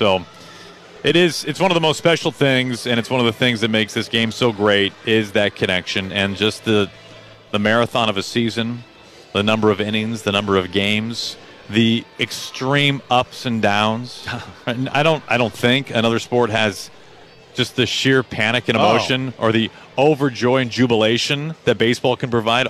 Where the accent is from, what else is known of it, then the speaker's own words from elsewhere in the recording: St. Louis, Missouri, United States; now in Seattle, United States; And I grew up in St. Louis